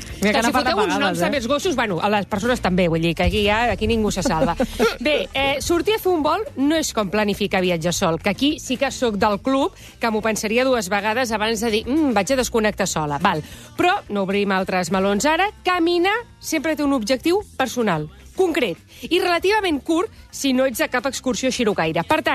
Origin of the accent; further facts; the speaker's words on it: Badalona, Catalonia, Spain; No, a més, és que jo que sóc de Badalona, és veritat que les veig sempre amb el carrito de la compra